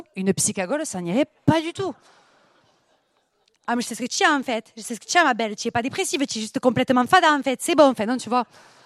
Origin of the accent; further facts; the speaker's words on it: Béziers, Occitanie, France; accent: southern French (Béziers); now in Grenoble, France; on finira toujours par me dire que mon accent, il vient soit de Toulouse, soit de Marseille. Voilà, tout le temps, on me dit ça avec l'accent. Il n'y a qu'une fois où il y a un monsieur qui a visé juste. Il m'a fait « Oh, mais je reconnais l'accent qui vient de Béziers. »